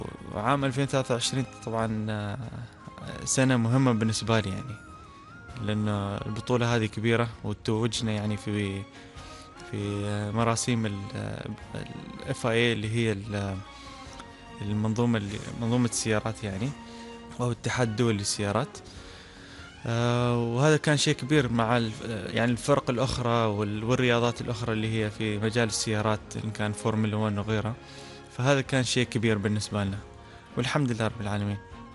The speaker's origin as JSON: {"language": "Arabic", "country": "Oman", "said": "كأول عماني يفوز في جولة من بطولة الشرق الأوسط في سلطنة عمان، كنت أنا أول عماني يفوز فيها"}